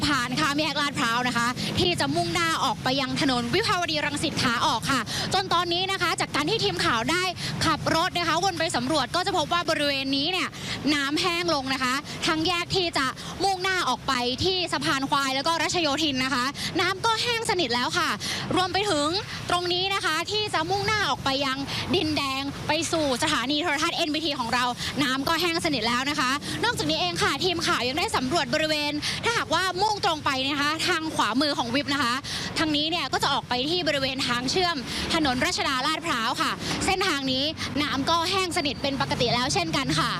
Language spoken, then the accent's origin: Thai; Bangkok, Thailand; เราคนกรุงเทพตอนนี้เรากังวลอะไรที่สุดคะ